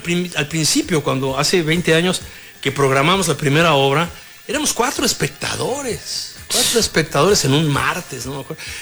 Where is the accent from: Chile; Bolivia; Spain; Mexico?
Mexico; Tlatelolco, Mexico City; born there; Yo nací en Tlatelolco.